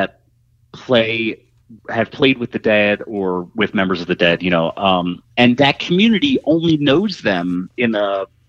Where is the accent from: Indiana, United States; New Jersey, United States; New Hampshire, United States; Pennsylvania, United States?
Pennsylvania, United States; Philadelphia; I grew up in Overbrook. I grew up in West Philly, I took the L down to the Spectrum